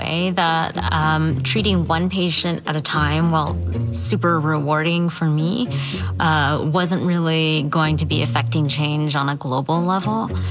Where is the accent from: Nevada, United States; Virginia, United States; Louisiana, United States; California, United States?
Louisiana, United States; New Orleans; born there; now in Houston, United States; I was born in New Orleans to a Pakistani-American family. I currently live in Houston, Texas, and work as a physician with a specialty in pediatrics